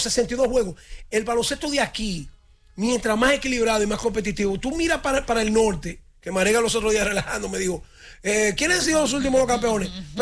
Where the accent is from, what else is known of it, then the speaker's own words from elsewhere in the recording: Cibao, Dominican Republic; Yo soy del Cibao.